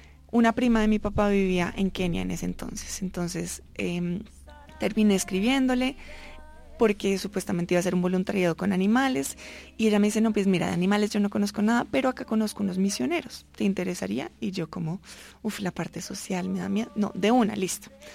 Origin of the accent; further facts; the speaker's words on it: Colombia; yo volví a Colombia